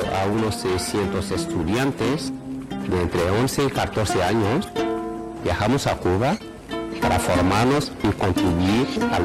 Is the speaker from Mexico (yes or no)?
no; Burkina Faso; de Burkina Faso, país situado en el África Occidental. Cuando tenía 11 años, estalló una revolución en mi país